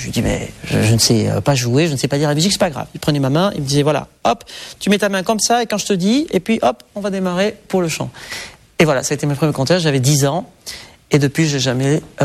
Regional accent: Nouvelle-Aquitaine, France; il y a 36 ans, je suis né donc au Pays Basque, dans le village d'Ayers, qui est à peu près à 20 minutes de Bayonne.

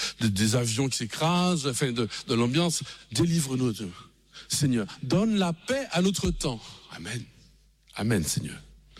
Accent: Martinique

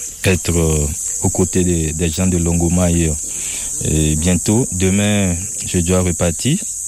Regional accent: Togo; now in Switzerland; Et moi, je suis un Togolais, donc je réside en Suisse.

